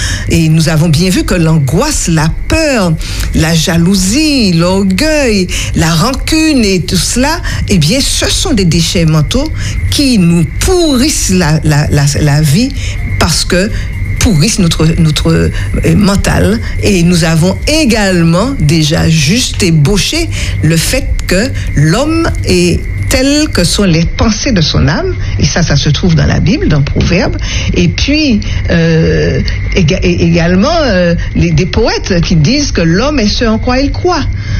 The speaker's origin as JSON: {"language": "French", "region": "Martinique", "country": "France", "said": "nous sommes dans la zone Caraïbe, nous sommes français, nous sommes en Martinique"}